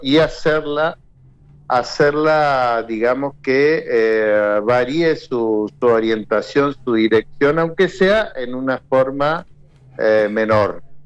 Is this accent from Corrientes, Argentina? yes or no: yes; Corrientes, Argentina; somos vecinos de Corrientes, porque el puente abraza nuestra ciudad con el Chaco